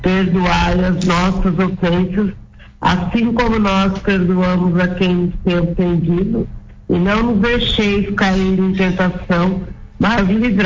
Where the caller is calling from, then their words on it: Promissão, São Paulo, Brazil; Eu falo de Promissão.